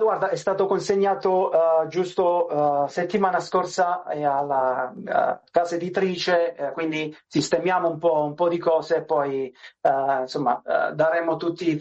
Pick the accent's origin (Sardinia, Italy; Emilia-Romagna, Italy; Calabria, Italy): Calabria, Italy; moved away; io da buon calabrese tocco con mano ogni volta, tutte le volte che ritorno nella mia regione, questa realtà.